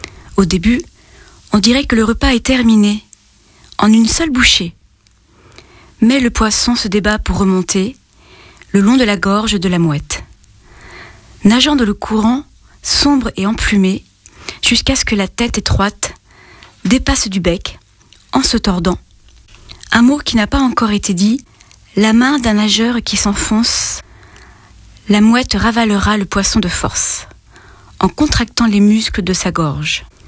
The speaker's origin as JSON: {"language": "French", "town": "Challans", "region": "Pays de la Loire", "country": "France", "tie": "born or raised there", "said": "Ah oui, on je suis native de Chalon"}